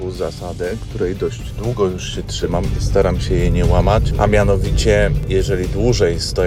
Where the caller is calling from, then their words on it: Olsztyn, Warmian-Masurian Voivodeship, Poland; z Olsztyna.